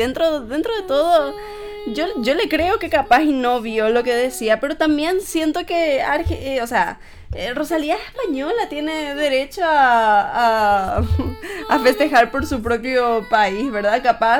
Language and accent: Spanish; Paraguay